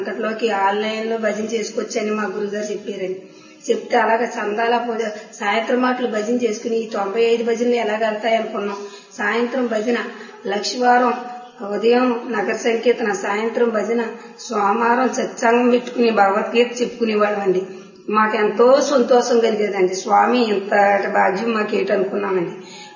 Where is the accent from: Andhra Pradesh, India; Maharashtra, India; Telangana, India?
Telangana, India; Palamuru; రమ్మండి, మాది పాలమూరు అండి.